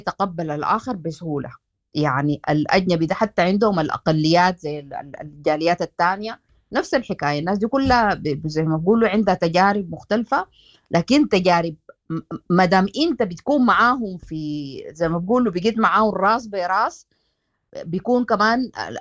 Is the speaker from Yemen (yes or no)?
no; Sudan; كسودانيين أنا